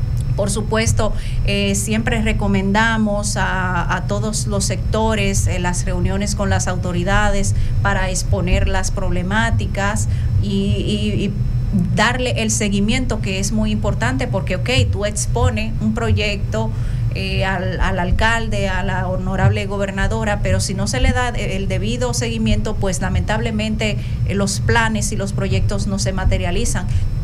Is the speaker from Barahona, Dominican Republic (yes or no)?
yes; Barahona, Dominican Republic